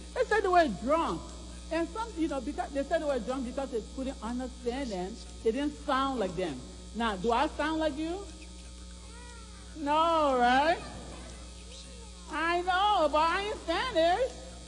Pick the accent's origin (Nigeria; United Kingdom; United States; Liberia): Liberia; moved away; I grew up in Liberia. And that's way, way in West Africa. So I sound different.